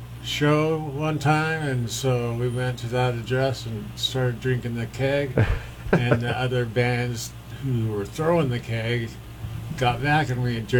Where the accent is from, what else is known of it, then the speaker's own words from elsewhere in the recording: Ogden, Utah, United States; we're from Ogden.